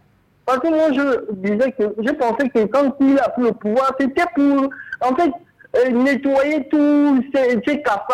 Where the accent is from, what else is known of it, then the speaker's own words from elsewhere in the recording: Gabon; Bon, on est tous des Africains, mais on n'est pas des frères. Eux, c'est des Camerounais, moi, c'est des Gabonais. C'est clair.